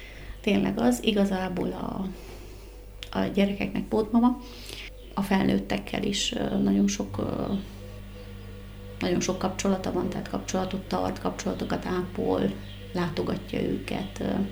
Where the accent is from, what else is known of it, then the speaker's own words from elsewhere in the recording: Sălaj, Romania; moved away; abban a megyében, ahol én felnőttem, Szilágy megyében